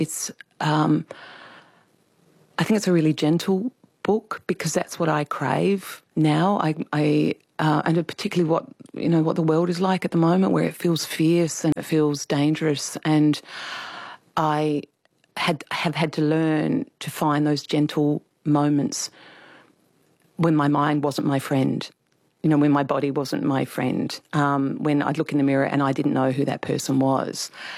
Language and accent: English; Adelaide, South Australia, Australia; in November 2023, I was back in Adelaide again for something really beautiful, actually, in my hometown. They had erected a sculpture depicting me as a 10-year-old up on the roof of our family home